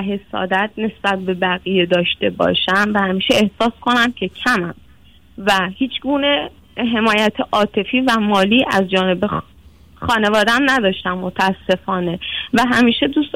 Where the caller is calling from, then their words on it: Iran; از دسول تماس میگیرم، ایران. 25 سالمه. من توی خانواده خیلی آسیب‌زای بزرگ شدم.